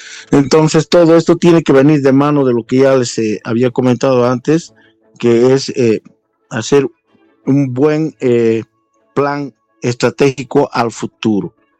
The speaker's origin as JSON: {"language": "Spanish", "country": "Bolivia", "said": "no podemos nosotros como bolivianos arriesgar 80 millones de dólares"}